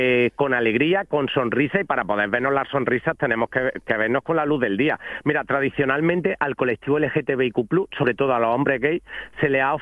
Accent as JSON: {"language": "Spanish", "region": "Andalusia", "country": "Spain", "said": "como se dice en Andalucía, nos hemos liado la manta a la cabeza, porque yo soy el único andaluz de la asociación Romería Queer"}